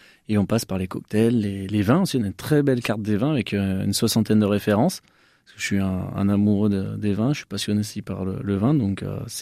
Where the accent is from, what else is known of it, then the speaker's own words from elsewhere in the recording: France; Moi, je suis pas loin de la Bretagne. Je suis originaire pas loin de la Bretagne.